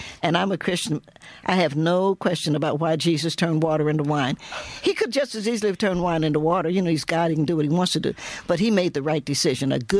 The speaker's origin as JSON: {"language": "English", "region": "Appalachia", "country": "United States", "said": "first of all, we're Appalachian, and there's just nothing. America would not be America without Appalachia"}